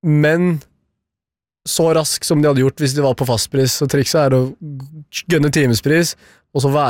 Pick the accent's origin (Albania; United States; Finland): Albania; Jeg er jo albaner, så jeg har jo noe av det der hammerspikeren i meg, liksom.